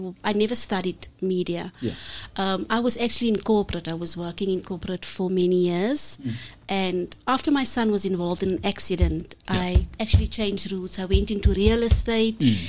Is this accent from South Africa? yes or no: yes; Annadale, Gauteng, South Africa; born there; also born or lived in Noordgesig; I'm originally from Annadale, born and bred